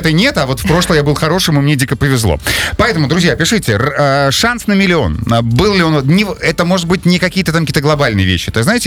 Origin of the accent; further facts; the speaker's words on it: Avdiivka, Donetsk Oblast, Ukraine; moved away; я, мальчик из Авдеевки